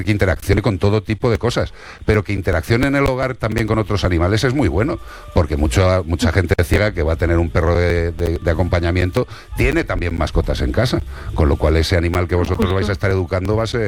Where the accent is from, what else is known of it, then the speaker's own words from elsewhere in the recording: Madrid, Community of Madrid, Spain; born there; Yo nací en Madrid.